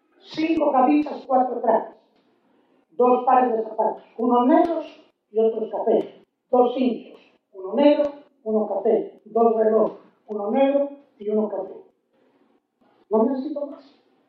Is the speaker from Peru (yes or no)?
no; Guatemala; moved away; en mi país, Guatemala